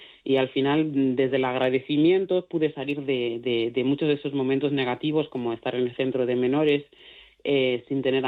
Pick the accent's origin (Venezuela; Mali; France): Mali; Spanish is a second language; now in Spain; ahora no me acuerdo prácticamente de mi dialecto, hablo mejor el castellano y el gallego que mi propio dialecto. Y la suerte que tengo es que tengo una pareja maravillosa que también es de Mali